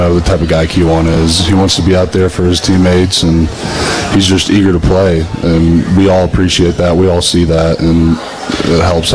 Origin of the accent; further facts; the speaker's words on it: Memphis, Tennessee, United States; I'm from Memphis.